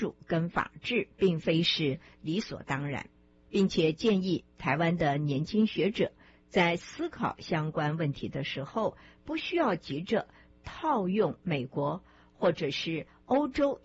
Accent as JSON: {"language": "Chinese", "region": "Shandong", "country": "China", "said": "像我们山东人也讲国语，可是山东人带点腔啊"}